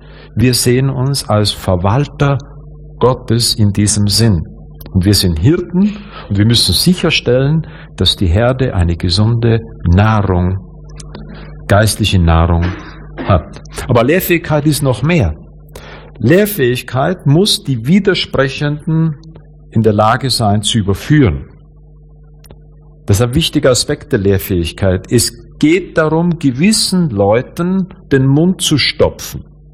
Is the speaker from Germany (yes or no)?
no; Austria; Bei uns in Österreich ist natürlich die Lehre der römisch-katholischen Kirche das kulturelle Umfeld schlechthin.